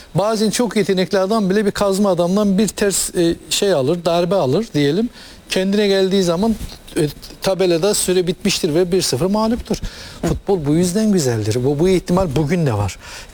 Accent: Trabzon, Turkey; Trabzon'da büyüdüm ben.

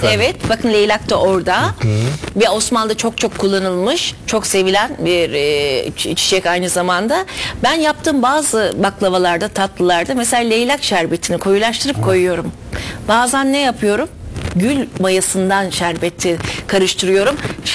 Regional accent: Crete, Greece; Biz yapıyoruz. Ben Girit'liyim.

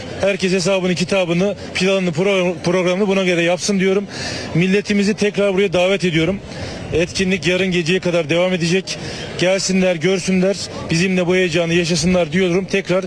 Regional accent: Gölcük, Kocaeli, Turkey; Hani buranın bir evladıyım ben. Gölcük'te doğup büyüdüm.

